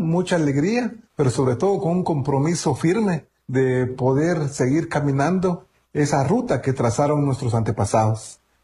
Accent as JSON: {"language": "Spanish", "country": "Guatemala", "first_language": "Kaqchikel", "second_language": "Spanish", "said": "Me gustaría también mandarles un saludo en mi idioma materno, que es el cachiquel, es un idioma es uno de los 22 idiomas mayas que hablamos aquí en Guatemala."}